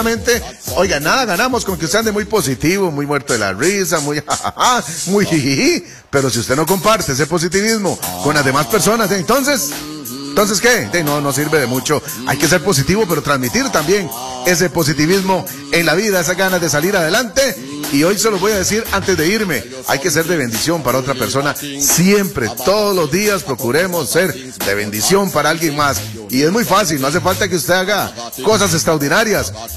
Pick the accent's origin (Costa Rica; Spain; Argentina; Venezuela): Costa Rica; San José; yo viví en Zapote, nací en Zapote, entonces de toda mi vida pasé metido en las fiestas.